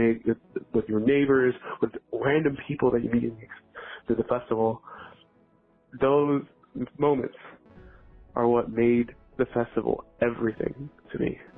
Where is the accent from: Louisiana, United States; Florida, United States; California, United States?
California, United States; Los Angeles; I'm from Los Angeles, California.